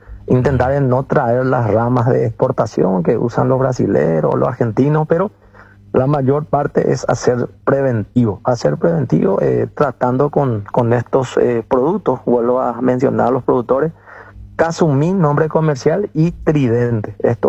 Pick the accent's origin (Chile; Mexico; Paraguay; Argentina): Paraguay